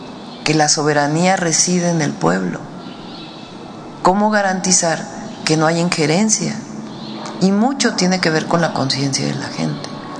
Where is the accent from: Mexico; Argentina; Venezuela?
Mexico; pero lo que más creo que debe interesarnos como mexicanas y mexicanos es cómo opera la propagación de estas noticias.